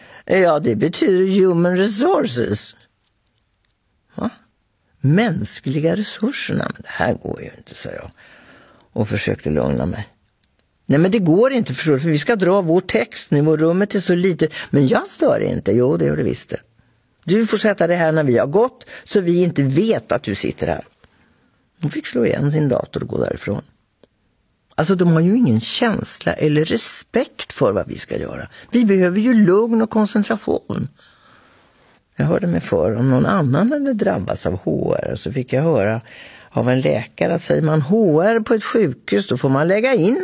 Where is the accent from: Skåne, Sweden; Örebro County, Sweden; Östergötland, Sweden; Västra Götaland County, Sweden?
Östergötland, Sweden; Linköping; Jag är från Linköping, han från Grisslehamn.